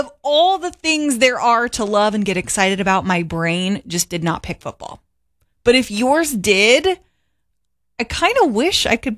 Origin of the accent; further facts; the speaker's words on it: Pennsylvania, United States; now in Ohio, United States; I grew up in Steelers country, and it was like when they were really good, so it was kind of a big deal. And then now living in Ohio